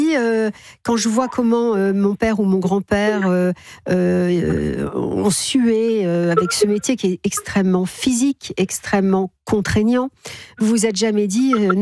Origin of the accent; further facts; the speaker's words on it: Hauts-de-France, France; je suis de l'Oise